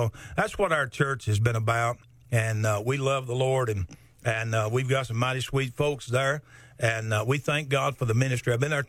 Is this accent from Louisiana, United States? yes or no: no; Chattanooga, Tennessee, United States; moved away as an adult; also born or lived in Arkansas / Texas / Indiana / Radford, Virginia; now in Tennessee, United States; I was in, first of all, Arkansas, Texas, Indiana, and then Virginia, and now Tennessee. I was born and raised in Chattanooga, grew up there